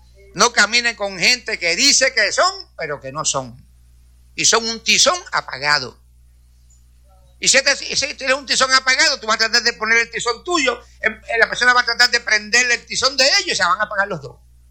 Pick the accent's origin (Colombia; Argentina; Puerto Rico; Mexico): Puerto Rico; born there; moved away